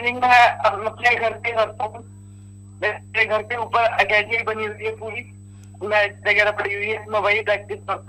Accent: Bareilly, Uttar Pradesh, India; मैं सुभाष नगर बरेली का रहने वाला हूँ।

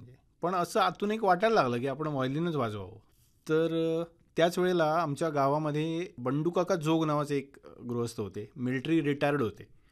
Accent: Maharashtra, India; also born or lived in Rajapur / Ratnagiri; मी दाहुलवल्ली माझं गाव

